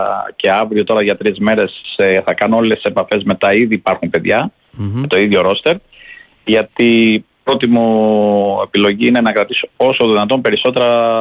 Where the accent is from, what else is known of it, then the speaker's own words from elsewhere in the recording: Preveza, Epirus, Greece; είμαι από Πρέβεζα.